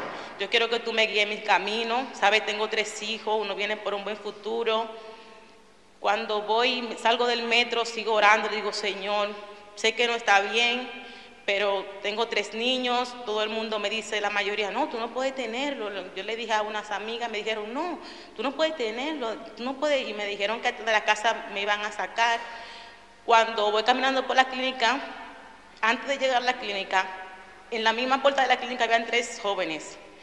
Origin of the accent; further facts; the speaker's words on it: Dominican Republic; moved away as an adult; soy de República Dominicana, tengo 3 niños y quedé embarazada aquí.